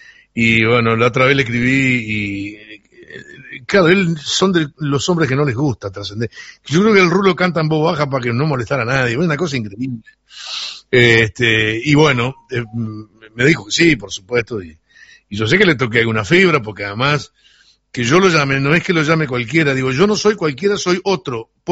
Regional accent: Uruguay; moved away; No me imagino viviendo en Sarandí de allí en otra casa que no fuera la que yo nací. Nací no, porque yo nací en el hospital, pero en la que me crié, la que se criaron mis hermanos. Esa es mi casa de Sarandí de allí.

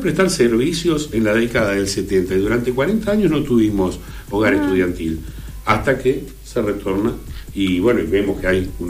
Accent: Colonia del Sacramento, Colonia, Uruguay; es mi barrio, nací ahí en Eugenio Arauz y La Rambla, o sea que estamos ahí, y siempre he estado toda mi vida en ese barrio.

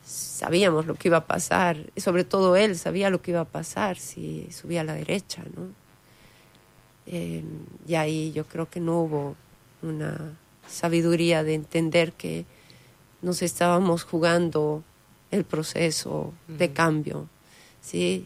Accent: Bolivia

